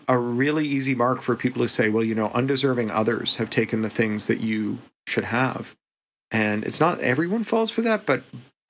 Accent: Canada; now in United States; I'm also Canadian, like all the best Americans.

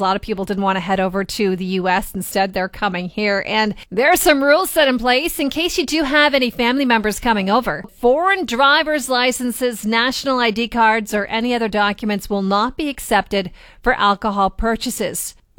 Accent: Canada; Now, as a Canadian, you're fine.

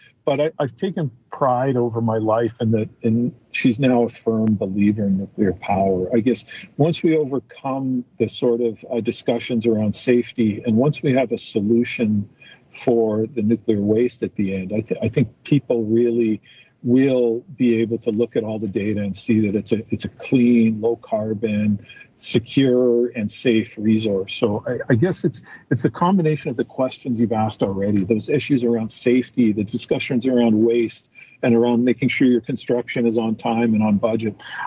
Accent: Canada; one of the things I'm most proud of as a Canadian

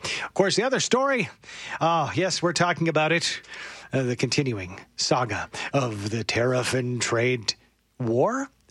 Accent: Canada; But as a Canadian, you got to take a step back and think, well, what is our government doing

